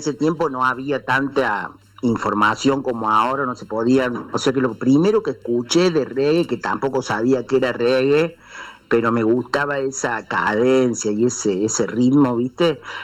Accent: Córdoba, Argentina; born there; moved away as an adult; also born or lived in Buenos Aires; nací acá en Córdoba. Mira. Y bueno, como a los 20 me fui a Buenos Aires, hacía un viaje, de esos viajes que uno no planea. Y bueno, me quedé mucho tiempo ahí.

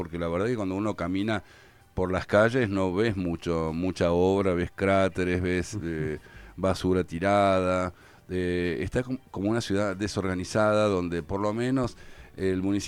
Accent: Argentina; Somos argentinos que vivimos en esta ciudad

